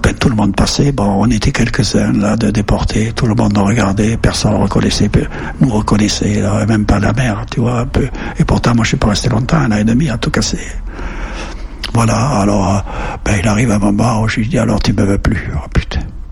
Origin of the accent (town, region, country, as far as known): Périgueux, Nouvelle-Aquitaine, France